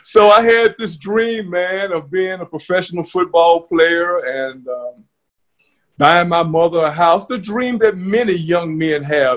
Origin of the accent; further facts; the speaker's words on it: Nashville, Tennessee, United States; grew up in Nashville, Tennessee, born and raised in John Henry Hale Projects. Went to the best high school in the Mid-South, Pearl High School.